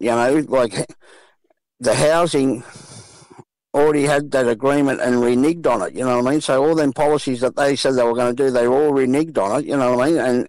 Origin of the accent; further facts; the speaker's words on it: Sydney, New South Wales, Australia; We grew up in South Sydney, Redfern All Blacks.